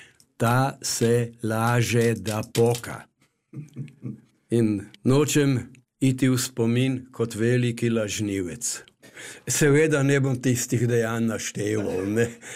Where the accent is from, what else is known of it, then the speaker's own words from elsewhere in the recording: Carinthia, Austria; In kot koroški Slovenec moram reči